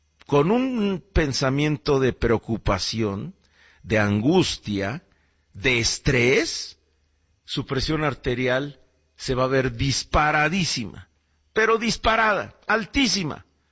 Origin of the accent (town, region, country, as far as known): Mexico